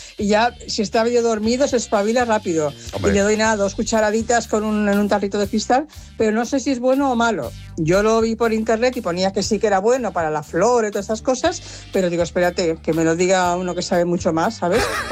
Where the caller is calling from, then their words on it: Cornellà, Catalonia, Spain; aquí de Cornellá.